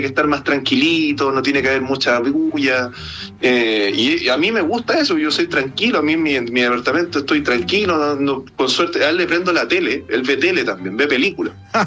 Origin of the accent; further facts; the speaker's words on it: Los Lagos, Chile; Entonces yo me siento identificado porque mucha parte de mi infancia yo la viví en Chiloé.